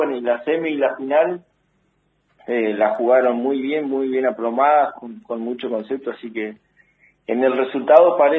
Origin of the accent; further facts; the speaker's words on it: Fontana, Chaco, Argentina; para los que somos de Fontana toda la vida es medio raro, viste, que haya un Fontana B, sí.